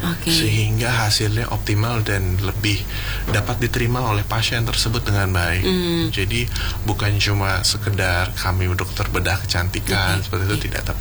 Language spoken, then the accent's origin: Indonesian; Java, Indonesia; Sementara saya orang Jawa gitu kan